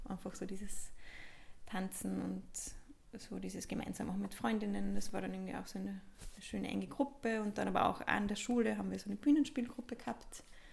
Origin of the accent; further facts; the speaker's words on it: Eberndorf, Carinthia, Austria; Genau, also ich bin geboren in Kärnten und aufgewachsen in Eberndorf. Das ist so ein kleiner Ort in Südkärnten.